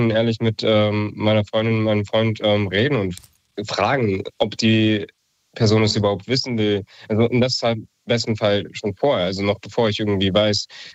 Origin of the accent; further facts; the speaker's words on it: Marburg, Hesse, Germany; Ich komme aus Marburg.